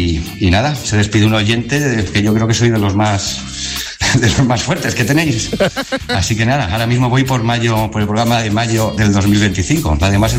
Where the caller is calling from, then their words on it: San Sebastián de los Reyes, Community of Madrid, Spain; Madrid, muy cerquita de vuestro estudio, en Sanse.